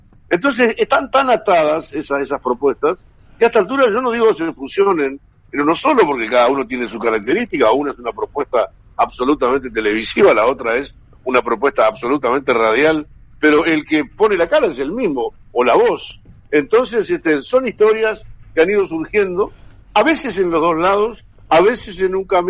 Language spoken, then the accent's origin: Spanish; Sarandí del Yí, Durazno, Uruguay; de mi, más que adolescencia, de mi infancia en Sarandí de allí